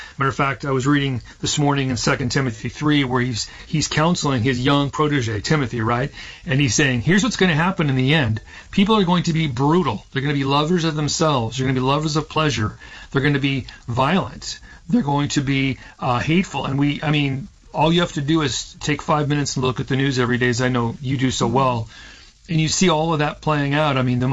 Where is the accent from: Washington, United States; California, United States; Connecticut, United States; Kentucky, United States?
Washington, United States; Seattle; born or raised there